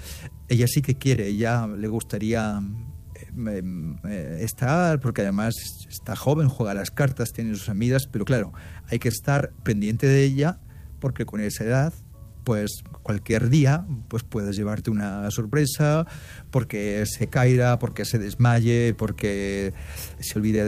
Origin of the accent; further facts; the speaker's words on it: Castilla-La Mancha, Spain; now in Madrid, Spain; Somos de Castilla-La Mancha. No me gustaría decir la ciudad. Entonces, tenemos un problema. Yo vivo en Madrid